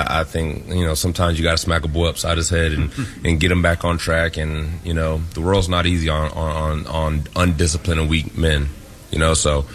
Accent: Virginia, United States; where I'm from, I say Virginia just because I was in Virginia from third grade to high school, you know, so that's majority of my life.

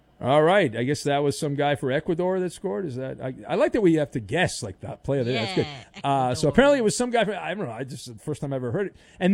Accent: United States; I grew up in America. I went to American schools.

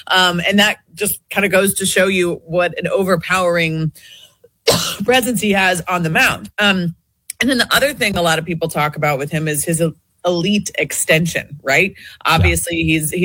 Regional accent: Midwest, United States; I'm probably a little biased just because I grew up in the Midwest.

